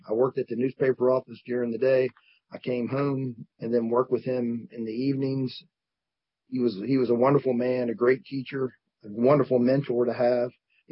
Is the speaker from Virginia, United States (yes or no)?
yes; Covington, Virginia, United States; also born or lived in Clifton Forge, Virginia; now in Harrisonburg, United States; I was born in Clifton Forge, Virginia, and I grew up in my young childhood in Covington, Virginia, and we still have a family farm in Allegheny County, so I'm no stranger to like mountain communities.